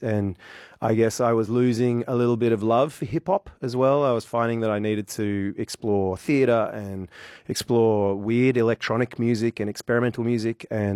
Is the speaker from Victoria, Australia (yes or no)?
no; Sydney, New South Wales, Australia; So I grew up in Sydney. He grew up in Darwin. We both have Asian fathers